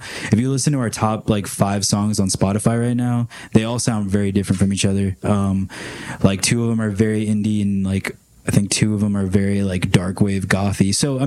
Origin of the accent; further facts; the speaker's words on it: San Antonio, Texas, United States; Yeah, no, we're from Texas, so like San Antonio, it's always hot there. Like I'm just used to it.